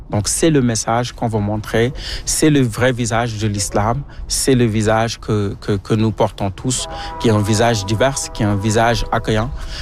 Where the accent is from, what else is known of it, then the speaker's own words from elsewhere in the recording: Senegal; Justement, moi je suis originaire du Sénégal